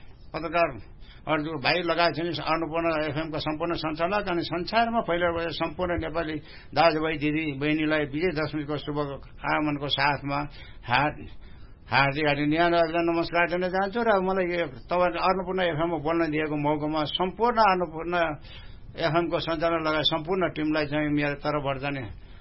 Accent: Gandaki Province, Nepal; born there; also born or lived in Singapore; now in Pokhara, Nepal; म मेरो जन्मभूमि गाउँ तान्चोक कोडगाउँ हाल बसोबास पोखरा बाग बजार

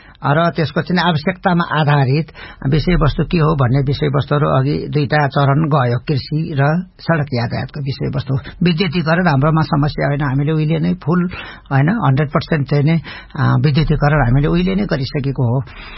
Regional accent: Koshi Province, Nepal; छुट्टै राज्य हुँदाखेरि भारत सिक्किम र नेपालको सिमाना जोडिएको ठाउँलाई चाहिँ तीन सिमाना हुन्छ, त्यो मेरो गाउँमा पर्दछ।

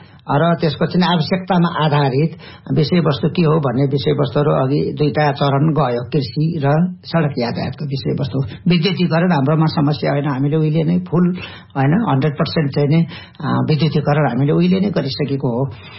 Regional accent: Koshi Province, Nepal; छुट्टै राज्य हुँदाखेरि भारत सिक्किम र नेपालको सिमाना जोडिएको ठाउँलाई चाहिँ तीन सिमाना भन्छ, त्यो मेरो गाउँमा पर्दछ।

